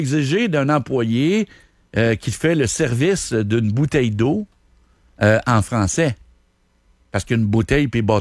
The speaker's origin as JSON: {"language": "French", "town": "Trois-Rivières", "region": "Quebec", "country": "Canada", "said": "Moi, je viens de Trois-Rivières. Puis moi, j'ai appris français."}